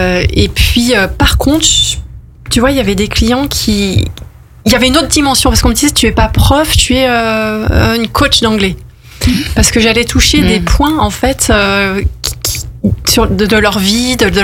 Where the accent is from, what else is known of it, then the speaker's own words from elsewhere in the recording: France; je suis française.